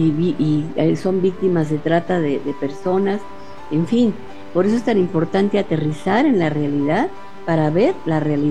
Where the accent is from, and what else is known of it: Mexico